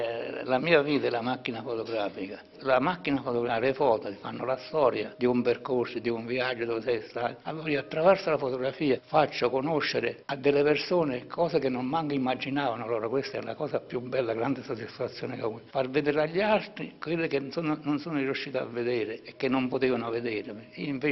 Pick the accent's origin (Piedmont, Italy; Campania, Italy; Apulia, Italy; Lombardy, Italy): Campania, Italy; Taurasi; Taurasi è tutto, è la mia vita. Io sono nato qua a Taurasi e sono vissuto qua, sono stato qua, ho fatto tanto per Taurasi